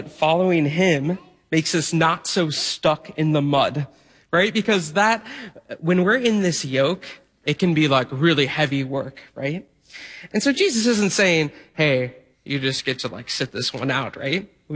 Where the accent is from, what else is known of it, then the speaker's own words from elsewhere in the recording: Iowa, United States; I'm from Iowa